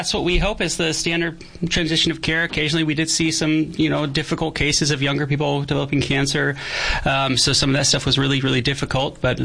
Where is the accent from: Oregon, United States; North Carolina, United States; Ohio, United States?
Oregon, United States; moved away as an adult; now in Yuma, United States; I'm originally from Oregon.